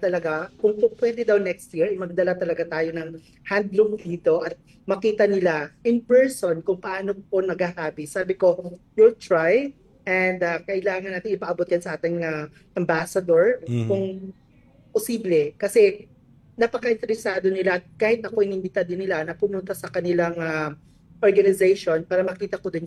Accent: Western Visayas, Philippines; Tulad lang sa amin sa Aklan

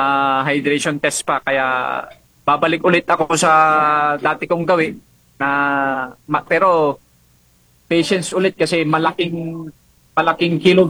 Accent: Cordillera Administrative Region, Philippines; nirepresent yung Pilipinas bilang isang Pinoy and lalong-lalo na dito sa amin as sa Cordillera, sa Igorot din.

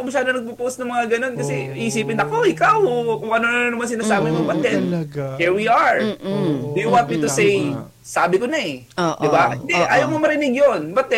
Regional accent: Bicol Region, Philippines; Tagal nang ginagawa ko kasi I grew up in Bicol. Pag sinabi pong Albay, di ba, daanan po kami ng bagyo.

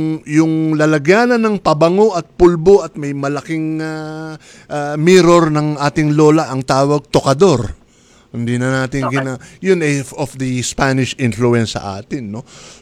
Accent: Pasay City, Metro Manila, Philippines; Nung ako'y, when I was growing up sa Pasay City, merong salita, sinasalita ng aking mga senior na kasama, yung salitang isputing.

